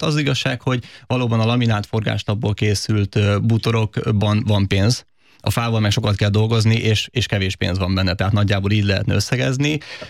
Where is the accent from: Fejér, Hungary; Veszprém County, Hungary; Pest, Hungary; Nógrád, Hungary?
Pest, Hungary; Budaörs; Én speciál Budaörsön nőttem föl